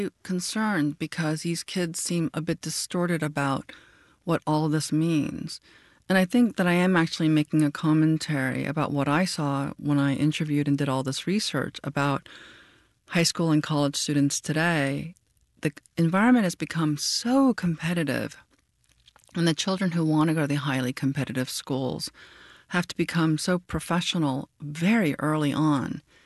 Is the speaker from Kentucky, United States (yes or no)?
no; New York, United States; However, when I was in high school, I went to the Bronx High School of Science in New York, which is a specialized high school.